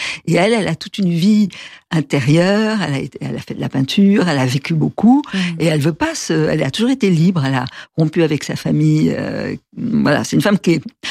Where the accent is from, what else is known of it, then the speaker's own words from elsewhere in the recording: Paris, Île-de-France, France; born there; quand j'étais petite, j'allais plus au Luxembourg ou dans d'autres jardins